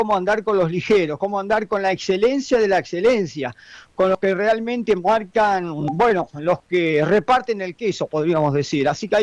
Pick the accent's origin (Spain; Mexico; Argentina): Argentina